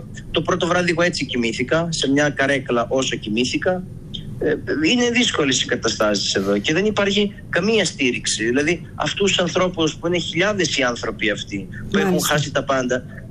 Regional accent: Greece; now in Venezuela; για εμάς που είμαστε από την Ελλάδα, από μια χώρα ευρωπαϊκή

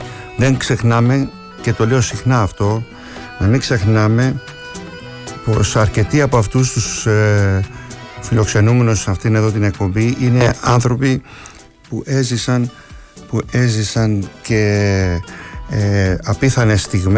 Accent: Kasos, South Aegean, Greece; στο νησί μου την Κάσο

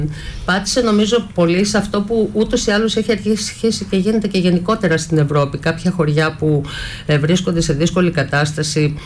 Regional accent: Thessaly, Greece; Βέβαια. Στο χωριό μου, στο οποίο πήγαμε και κάναμε και γυρίσματα.

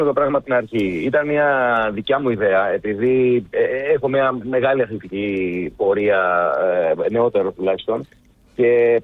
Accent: Skiathos, Thessaly, Greece; από τη Σκιάθου, από το νησί μου

